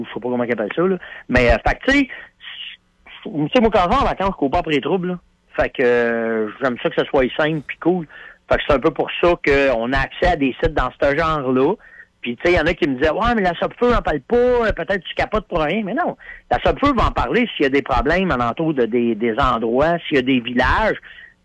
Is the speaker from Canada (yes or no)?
yes; Canada; Puis, il disait, where you from, tu sais, je disais, ben, je viens du Canada, tu sais.